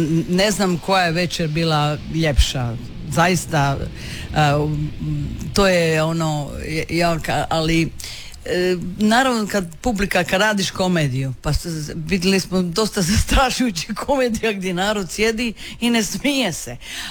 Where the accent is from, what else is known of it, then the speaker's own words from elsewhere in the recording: Dubrovnik, Dubrovnik-Neretva County, Croatia; moved away as an adult; also born or lived in United States; jer sam i odgojena, velikim dijelom sam bila u Dubrovniku cijelo djetinjstvo i strašno mi je to blisko.